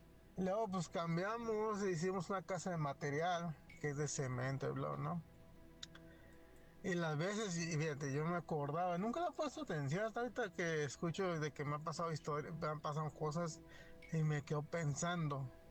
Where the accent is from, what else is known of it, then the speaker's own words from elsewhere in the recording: San Luis Potosí, Mexico; now in Las Vegas, United States; En mi rancho, yo nací en San Luis Potosí.